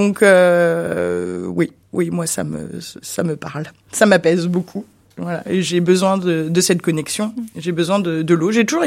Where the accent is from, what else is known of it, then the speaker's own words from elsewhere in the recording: Brittany, France; Alors moi, je suis née déjà au bord de la mer.